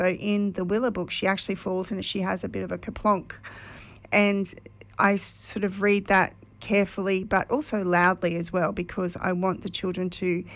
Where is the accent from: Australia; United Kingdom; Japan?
Australia; Sydney, New South Wales; also born or lived in Wellington Point; now in Wynnum, Australia; Well, I grew up originally in Sydney, then moved to Wellington Point, and then now I live in Wynnum.